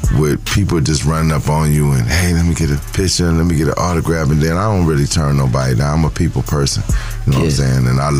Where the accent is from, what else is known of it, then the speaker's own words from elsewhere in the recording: Detroit, Michigan, United States; also born or lived in Atlanta; Yeah, I'm originally from Detroit, but I got real deep roots in Atlanta. I come in on the east side in Decatur, starting out living off of Wesley Chapel.